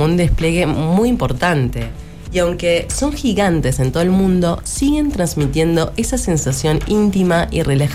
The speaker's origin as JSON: {"language": "Spanish", "region": "Mendoza", "country": "Argentina", "said": "Que los mendocinos podamos disfrutar de la buena música y de grandes espectáculos como este."}